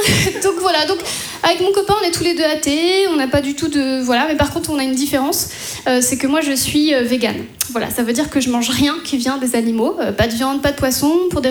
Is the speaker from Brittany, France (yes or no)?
yes; Brittany, France; moved away